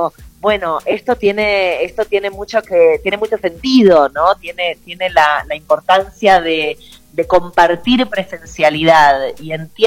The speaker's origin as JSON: {"language": "Spanish", "region": "Buenos Aires", "country": "Argentina", "said": "amo Mendoza, siendo rotundamente porteña"}